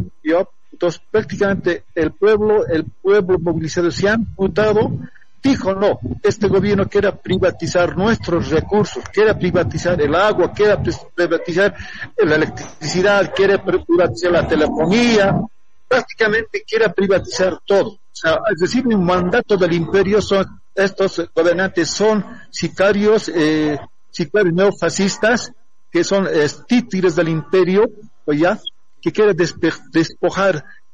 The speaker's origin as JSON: {"language": "Spanish", "country": "Bolivia"}